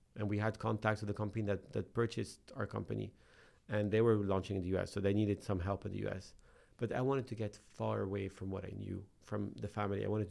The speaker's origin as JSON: {"language": "English", "region": "South Governorate", "country": "Lebanon", "moved": "yes", "said": "Especially, I'm from the South."}